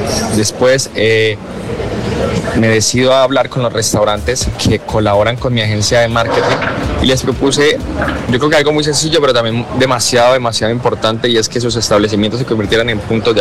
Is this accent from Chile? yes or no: no; Colombia; now in Spain